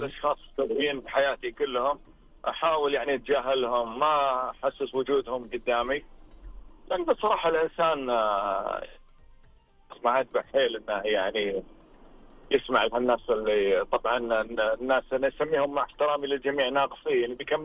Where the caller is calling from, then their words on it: Riyadh, Riyadh Province, Saudi Arabia; من العاصمة الرياض